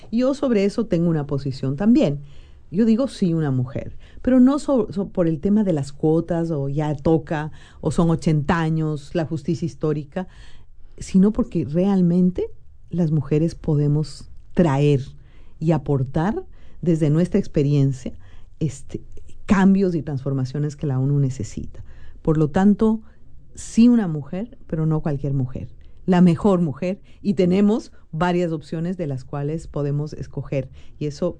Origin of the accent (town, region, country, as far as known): Ecuador